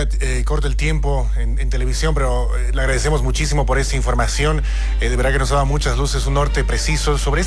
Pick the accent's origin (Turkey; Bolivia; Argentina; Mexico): Bolivia